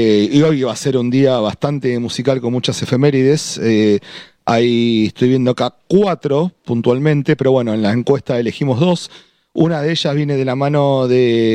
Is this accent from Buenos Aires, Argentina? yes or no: no; Casilda, Santa Fe, Argentina; born there; por el sur de la provincia de Santa Fe, más precisamente en Casilda, mi ciudad natal, ahí a unos 50 kilómetros de Rosario